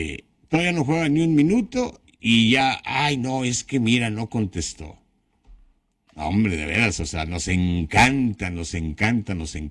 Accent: Mexico; moved away; el querer saber por qué salí de México, pues es una situación muy privada, ¿no?

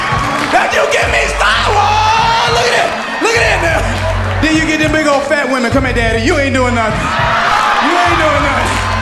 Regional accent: Atlanta, Georgia, United States; I'm from Atlanta, Georgia

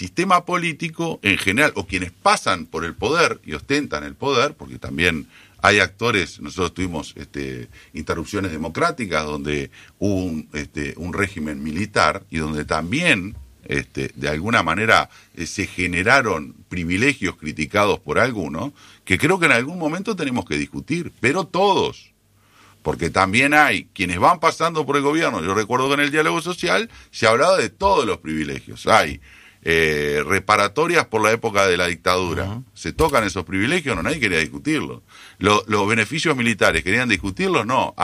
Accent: Uruguay

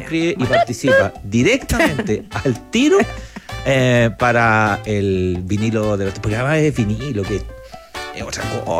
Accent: Curicó, Maule, Chile; No, soy de Curicó también.

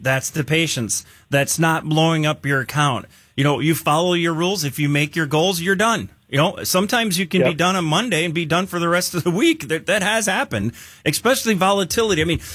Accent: Wisconsin, United States; I'm from Wisconsin. We have a cottage like 2.5 hours away.

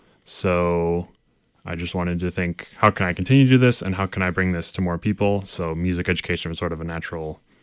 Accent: Clarkston, Michigan, United States; moved away as an adult; now in East Jordan, United States; Yes, so I'm originally from Clarkston, Michigan in Oakland County, downstate. Lived there my whole life, went to all my school there.

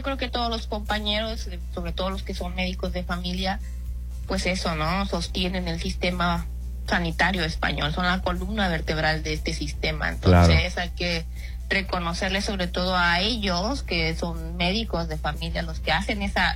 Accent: Mexico; born there; Yo nací en el ISSSTE, o sea, soy nacida orgullosamente del sistema público de salud mexicano

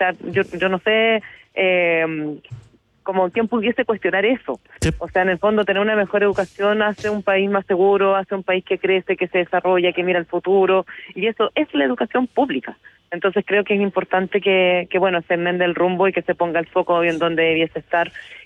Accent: Santiago, Santiago Metropolitan Region, Chile; yo soy de Quinta Normal, soy nacida, criada en la comuna, vivo en la comuna

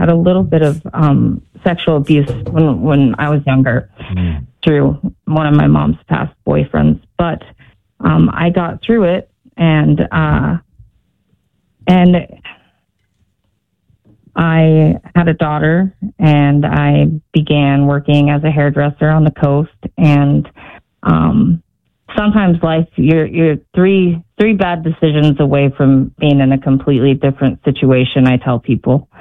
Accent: Newport, Oregon, United States; born or raised there

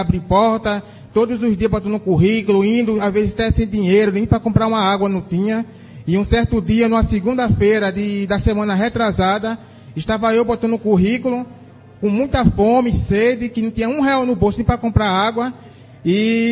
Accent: Recife, Pernambuco, Brazil; moved away as an adult; now in São Paulo, Brazil; Sou de Recife, Pernambuco. Vim aqui para São Paulo para arrumar emprego, tentar fazer minha vida aqui em São Paulo.

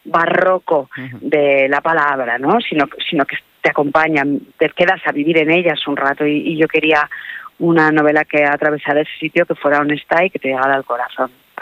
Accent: Huesca, Aragon, Spain; Mi familia tenía una fonda en medio del monte, yo vengo de Wisconsin, de Huesca, y hablo de mi tierra, de los ríos, de las cerezas que comí, de los cielos que vi en el verano

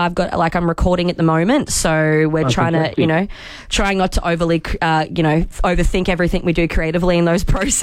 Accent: Ingham, Queensland, Australia; moved away; I'm actually originally from Ingham

